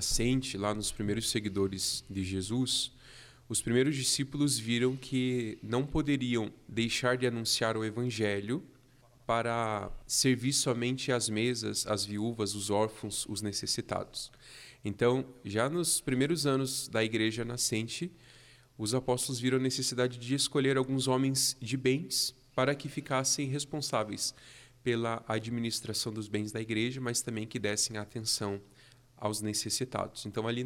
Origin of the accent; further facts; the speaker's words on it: Curitiba, Paraná, Brazil; Eu sou natural de Curitiba. Meus pais, desde que eu me entendo por gente, moram no Boqueirão, ali cresci também. E sempre participei na minha paróquia, o Santuário do Carmo, no Boqueirão.